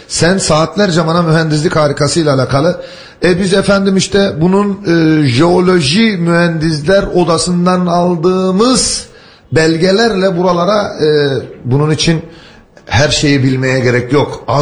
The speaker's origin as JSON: {"language": "Turkish", "region": "Mersin", "country": "Turkey", "tie": "born there"}